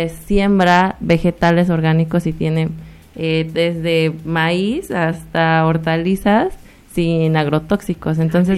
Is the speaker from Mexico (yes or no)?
yes; Tlaxcala, Mexico; yo soy de Tlaxcala